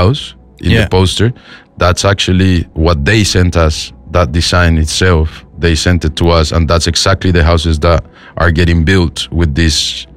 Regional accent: Bogota, Bogotá, Colombia; now in United Kingdom; I was born and raised in Colombia

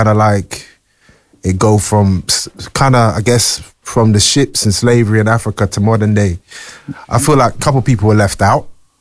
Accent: London, United Kingdom; I'm from London, Northwest. Northwest Corridor.

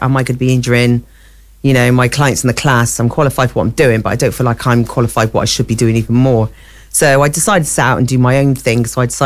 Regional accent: Jamaica; being Jamaican.

